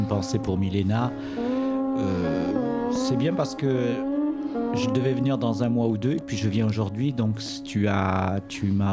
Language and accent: French; Saint-Étienne, Auvergne-Rhône-Alpes, France; je suis né à Saint-Étienne en 1973, c'était au mois de mai, dans un quartier qui s'appelle Montréno, un quartier populaire à l'extérieur de la ville, ce qu'on appellerait aujourd'hui une ZUP, un quartier.